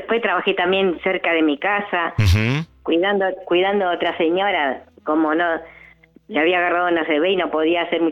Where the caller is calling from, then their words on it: Claypole, Buenos Aires Province, Argentina; De Claypole